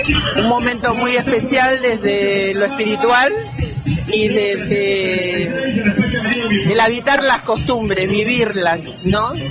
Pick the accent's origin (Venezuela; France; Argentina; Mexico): Argentina; now in Tarapoto, Peru; Bueno, yo soy argentina, pero hace ya algunos años que vivo en Tarapoto.